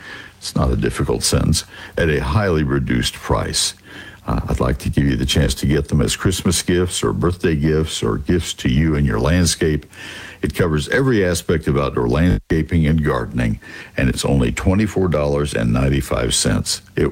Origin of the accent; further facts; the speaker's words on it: Texas, United States